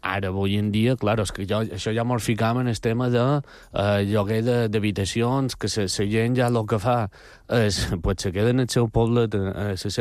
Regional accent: Balearic Islands, Spain; No, jo soc mallorquí

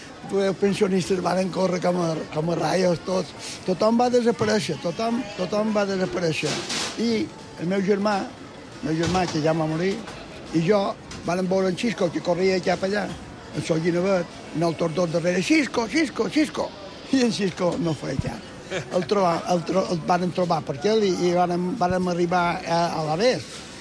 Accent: Palma, Balearic Islands, Spain; ma mare pelava peus i jo estava a 50 metres de la nave de xocs, de l'escorxador de Palma.

